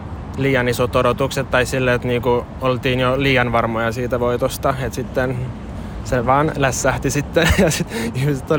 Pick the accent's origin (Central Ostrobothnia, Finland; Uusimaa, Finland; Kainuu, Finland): Uusimaa, Finland; Helsinki; 22-vuotias Helsingistä.